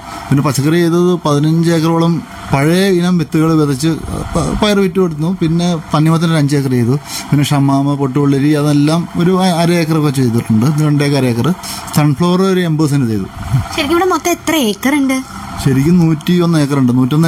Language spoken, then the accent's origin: Malayalam; Kandanad, Kerala, India; ജനിച്ചു വന്നത് ഇവിടെ തന്നെയാണ്, കണ്ടനാടാണ്. ഉദയംപുരം പഞ്ചായത്തിൽ കണ്ടനാടാണ് ജനിച്ചു വളർന്നത്. ഇവിടെ തന്നെ ആ വലിയ അപ്പൂപ്പന്മാരും നെൽകൃഷി ചെയ്തിരുന്ന സ്ഥലമാണ്. ഞങ്ങൾ നെൽകൃഷി കൊണ്ട് മാത്രം ജീവിച്ചിരുന്നവരാണ്.